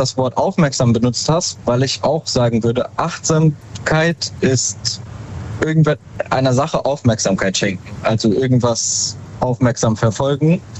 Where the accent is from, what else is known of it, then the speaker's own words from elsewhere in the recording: Darmstadt, Hesse, Germany; Aus Darmstadt.